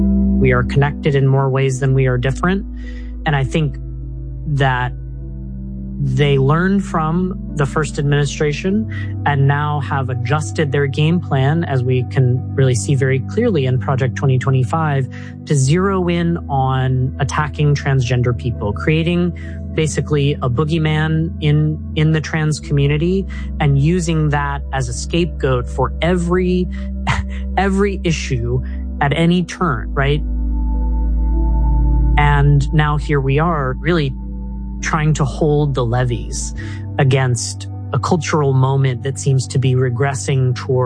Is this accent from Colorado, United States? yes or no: yes; Colorado Springs, Colorado, United States; in my hometown of Colorado Springs, where I was raised, the Club Q shooting occurred.